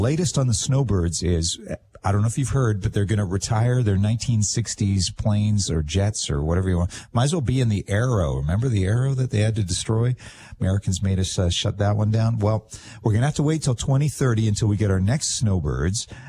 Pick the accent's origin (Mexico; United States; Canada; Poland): Canada; Victoria, British Columbia; now in Vancouver, Canada; I grew up in Victoria